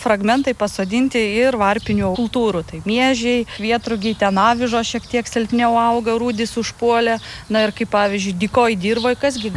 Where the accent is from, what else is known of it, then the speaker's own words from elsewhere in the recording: Aukštaitija, Lithuania; Aš iš Aukštaitijos, taipogi pas mus grikių nieks neaugino.